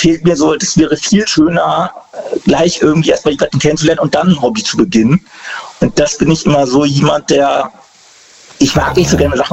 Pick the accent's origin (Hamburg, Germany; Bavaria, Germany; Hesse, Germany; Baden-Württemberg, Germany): Baden-Württemberg, Germany; Mannheim; Aus Mannheim.